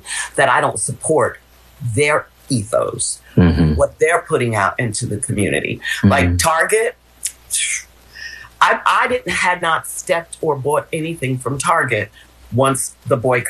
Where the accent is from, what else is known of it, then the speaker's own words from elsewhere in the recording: New York City, New York, United States; I grew up in West Harlem, and I distinctly remember that experience of hearing